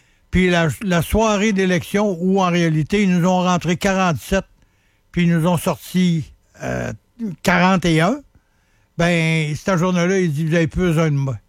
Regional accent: Quebec, Canada; On n'a pas d'épines dorsales, on est des Québécois, puis on suit que la poutine pis Creton, ça va nous sauver la vie.

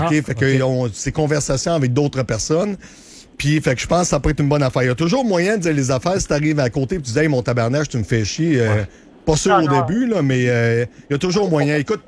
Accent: Saint-Georges, Quebec, Canada; Je viens de la Beauce, hein, tu savais? Ah oui? Oui, okay. Je suis natif de Saint-Georges.

